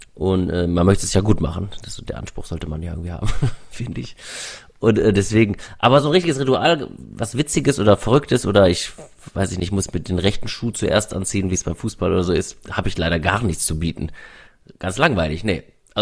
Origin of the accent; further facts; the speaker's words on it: Wuppertal, North Rhine-Westphalia, Germany; moved away as an adult; now in Berlin, Germany; ich komme aus Wuppertal ursprünglich, da habe ich auch die ersten 25 Jahre gelebt